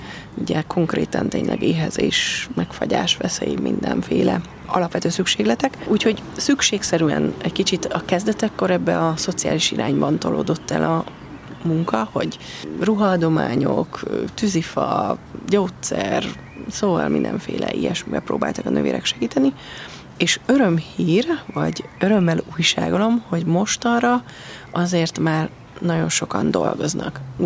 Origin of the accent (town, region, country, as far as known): Budapest, Hungary; born or raised there; now in Arló, Hungary